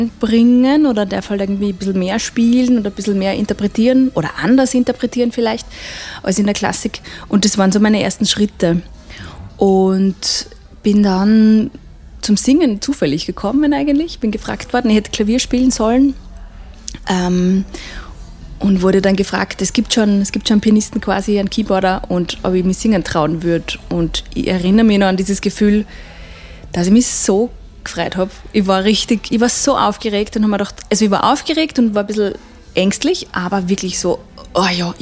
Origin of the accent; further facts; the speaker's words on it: Neusiedl am See, Burgenland, Austria; Also ich bin eben in Neusiedl am See aufgewachsen und bin mit auch mit Volksmusik quer durch aufgewachsen.